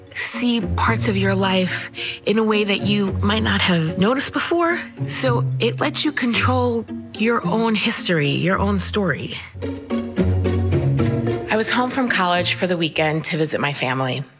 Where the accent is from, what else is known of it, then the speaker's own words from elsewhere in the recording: Queens, New York, United States; I'm from Queens, New York, and I'm a storyteller.